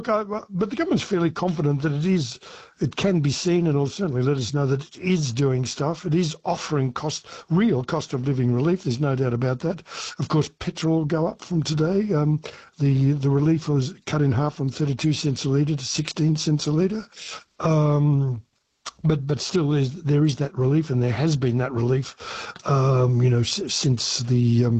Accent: Ballarat, Victoria, Australia; When I was a kid growing up in Ballarat, Victoria, we still had Cracker Night.

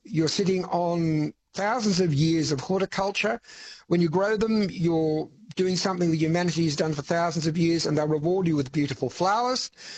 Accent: Canberra, Australian Capital Territory, Australia; Well, look, I'm from Canberra.

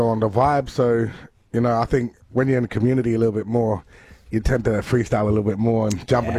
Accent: Wyndham, Western Australia, Australia; growing up in Wyndham, you always, you know, Broome is the place you want to be for sports

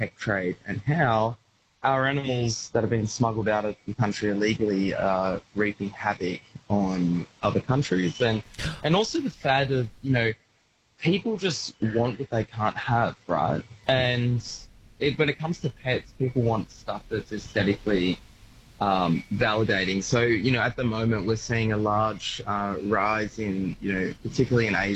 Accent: New South Wales, Australia; I'm missing Biripi country. I'm missing Gimbangir country. Can't wait to come home.

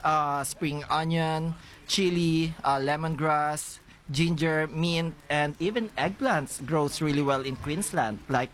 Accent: Philippines; English is a second language; moved away as an adult; now in Australia; so I came here to Australia because I wanted to grow both my personally and professionally.

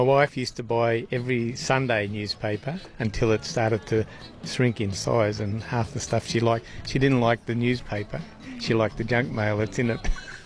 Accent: Canberra, Australian Capital Territory, Australia; Now, I grew up in Canberra.

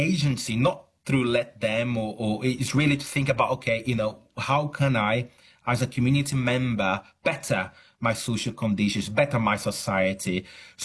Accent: Brazil; now in United Kingdom; I'm originally from Brazil, although I'm academic at the University of Chester in the UK. I see a lot of that also in Brazil.

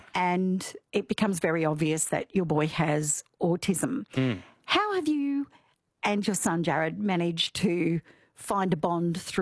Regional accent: Queensland, Australia; But it is like something catches fire in you about just, I'm a Queenslander, and then this is what we do.

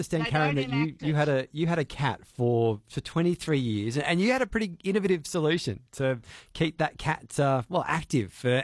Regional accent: Melbourne, Victoria, Australia; also born or lived in Tasmania, Australia; I'm from Melbourne originally. I hadn't heard of a whip snake. I was living in Tassie.

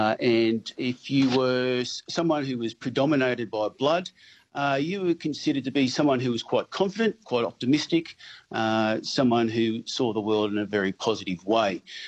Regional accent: Newcastle, New South Wales, Australia; I'm born and bred in the Hunter, born and bred in Newcastle

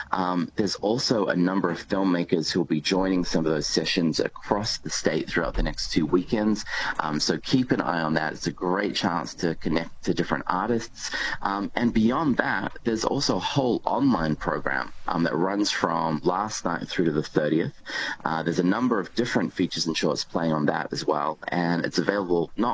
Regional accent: New Zealand; I grew up in New Zealand, so I remember my old kind of, you know, school socials

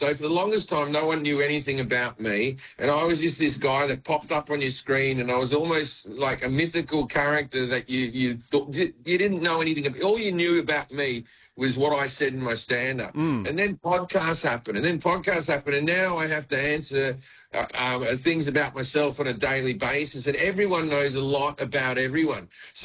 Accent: Sydney, New South Wales, Australia; Even though I grew up in Sydney, I'm a Queensland supporter.

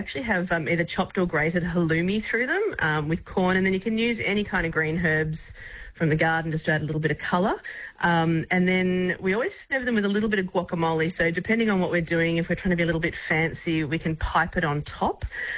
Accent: Melbourne, Victoria, Australia; now in Nyngan, Australia; I grew up down in Melbourne

